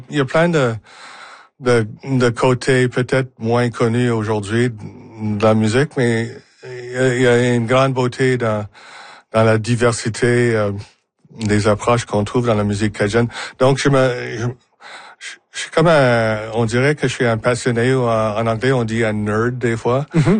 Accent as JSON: {"language": "French", "town": "Moncton", "region": "New Brunswick", "country": "Canada", "tie": "born or raised there", "also_born_or_lived": "Halifax", "lives_now": "Montreal, Canada", "said": "Je vis dans un exil semi-permanent à Montréal, mais je suis Maritimer. Je suis né à Halifax. Moncton, Moi, je suis francophile, puis Moncton était la place où j'ai fait mon école primaire."}